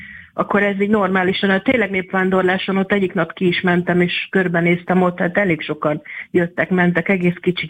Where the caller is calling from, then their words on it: Budapest, Hungary; mert én budapesti vagyok